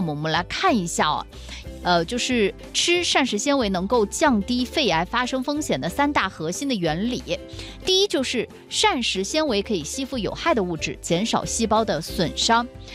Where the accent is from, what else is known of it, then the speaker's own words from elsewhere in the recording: Yunnan, China; 菌子咱们云南人倒没少吃啊。